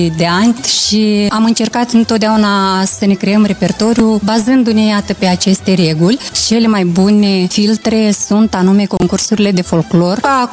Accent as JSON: {"language": "Romanian", "town": "Grozești", "region": "Nisporeni District", "country": "Moldova", "tie": "born or raised there", "said": "m-am născut pe malul Prutului, în satul Grozești, raionul Nisporeni, și muzica la fel o recepționam de peste Prut."}